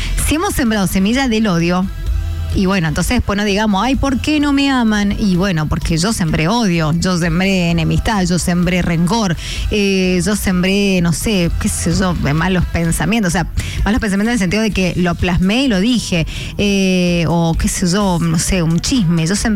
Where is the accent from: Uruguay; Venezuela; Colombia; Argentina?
Argentina; Mendoza